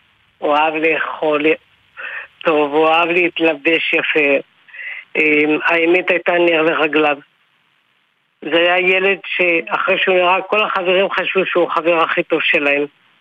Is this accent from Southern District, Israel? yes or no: no; Jerusalem, Jerusalem District, Israel; moved away as an adult; now in Beit She'an, Israel; נשואה למאיר, גרים בבית שאן. בילדותי גדלתי בירושלים, אני נשאתי למאיר, עברנו לגור בבית שאן.